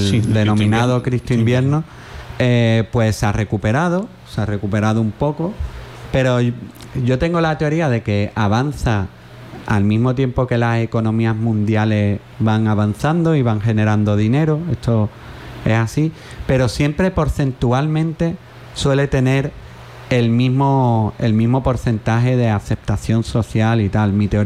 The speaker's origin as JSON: {"language": "Spanish", "town": "Jerez de la Frontera", "region": "Andalusia", "country": "Spain", "said": "en mi tierra, en Jerez"}